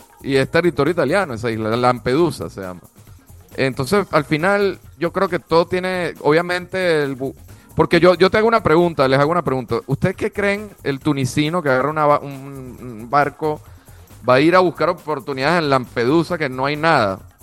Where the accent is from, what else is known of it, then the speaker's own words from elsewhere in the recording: Venezuela; now in Panama; como extranjero, residente legal en Panamá, no estoy de acuerdo con eso. Siendo venezolano, pasando por todas las penurias que pasamos